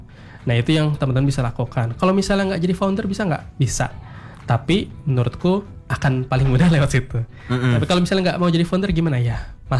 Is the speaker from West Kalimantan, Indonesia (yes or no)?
yes; West Kalimantan, Indonesia; Tapi itu sebenarnya inilah modal atau fondasi yang menjadi privilege bagi kita warga Kalbar gitu ya, untuk bisa apply program ini.